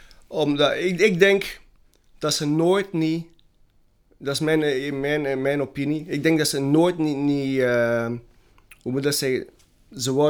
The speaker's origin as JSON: {"language": "Dutch", "town": "Antwerp", "region": "Flanders", "country": "Belgium", "said": "Want iedereen dacht hier, wow, wij zijn wel van Antwerpen. Ja, oké. Ja. We zijn wel van Antwerpen."}